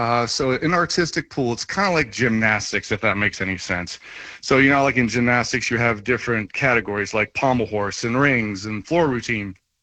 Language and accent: English; Wilmington, United States; I grew up in Wilmington, and the house we grew up in had a pool table.